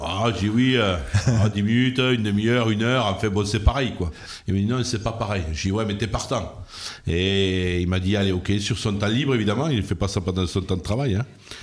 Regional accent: Saint-Gaudens, Occitanie, France; moi je suis un Comminges. Ouais. Je suis né à Saint-Gaudens. J'ai quasiment toujours vécu ici

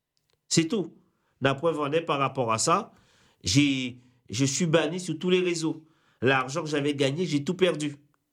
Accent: Guadeloupe; now in Paris, France; la façon que j'ai été élevé en Guadeloupe

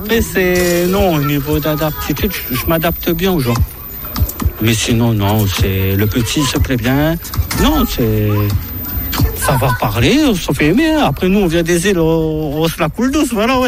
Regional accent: Réunion, France; moved away; quand je suis arrivé parce que j'étais un peu chaud, je venais de la Réunion.

